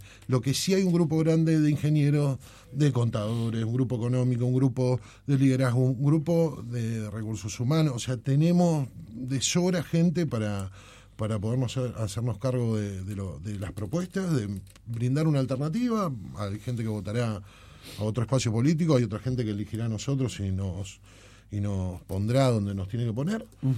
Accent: Ushuaia, Tierra del Fuego, Argentina; Yo soy un hombre de Ushuaia, me voy a morir acá, me van a enterrar al lado de mi viejo.

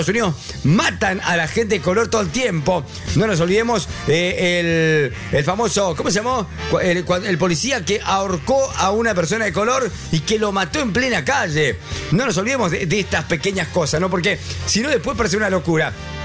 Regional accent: Argentina; por lo menos yo soy argentino

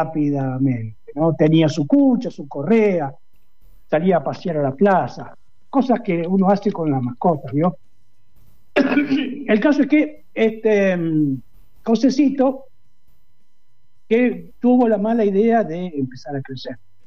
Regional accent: San Carlos de Bariloche, Río Negro, Argentina; Yo soy patagónico, barilochense, claro.

